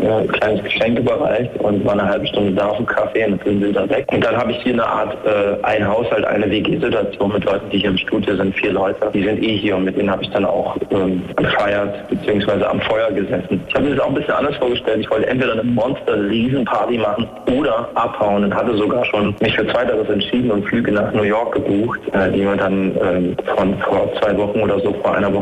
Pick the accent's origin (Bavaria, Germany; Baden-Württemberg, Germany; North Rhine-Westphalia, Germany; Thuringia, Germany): Thuringia, Germany; Erfurt; born or raised there